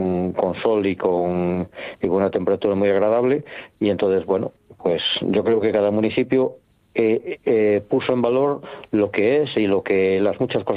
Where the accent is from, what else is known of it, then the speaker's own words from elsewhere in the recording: Asturias, Spain; aquí parece que tenemos que reivindicar un poco más el tema de que somos asturianos, y la verdad es que todos los de la comarca, Castropol, Vegadeu, bueno, toda la comarca Oscoseu, Santirso, nos sentimos asturianos desde siempre.